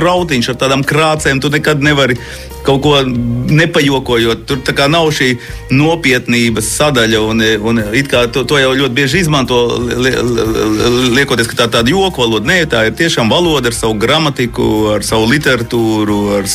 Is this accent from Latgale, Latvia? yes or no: yes; Latgale, Latvia; born there; also born or lived in Riga; man tā, nu, tomēr ir bērnības zeme, tā ir mana, kā es to saku, vēsturiskā dzimtenē, kad esmu dzimis Rīgā, un es ar to identificējos, jo esmu arī 100% latgalietis